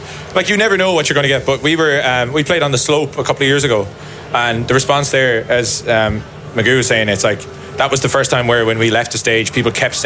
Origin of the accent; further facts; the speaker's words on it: Ireland; And especially like right now, being Irish seems like kind of a thing that people seem very interested in.